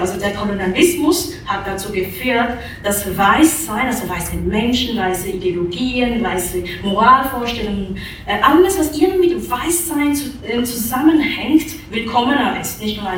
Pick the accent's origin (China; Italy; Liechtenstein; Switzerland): Switzerland; Zurich; Zu mir, einfach damit ihr wisst, ganz, ganz kurz, ich bin aus Zürich, ich bin im Zürcher Unterland aufgewachsen, in der Nähe von Winterthur tatsächlich